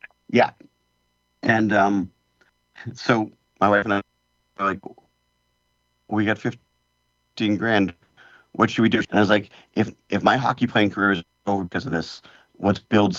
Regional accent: United States; I'm this American guy.

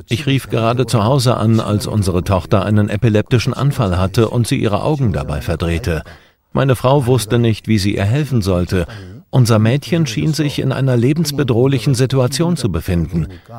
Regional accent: North Gyeongsang, South Korea; Aber ich komme aus Südkorea. Ich bin in der nördlichen Provinz Gyeongsang geboren und auch aufgewachsen.

